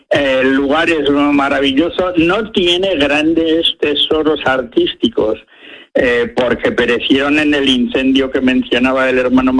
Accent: Aragon, Spain; No solo por ser aragonés, sino que como patrimonio español del Reino de España

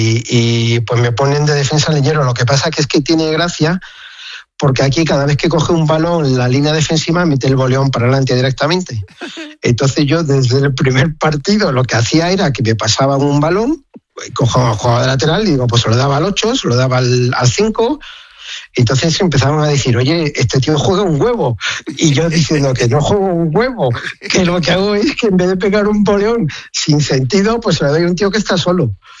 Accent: Spain; como español me decían, ostras, dice, este tío tiene que saber un huevo de fútbol

